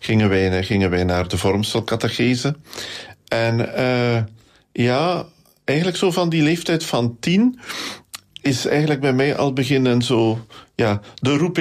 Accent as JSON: {"language": "Dutch", "town": "Nederhasselt", "region": "East Flanders", "country": "Belgium", "tie": "born or raised there", "also_born_or_lived": "Ninove", "said": "Ik ben geboren in Ninoven, maar opgegroeid in Nederasselt bij Ninoven, een klein dorpje daarnaast."}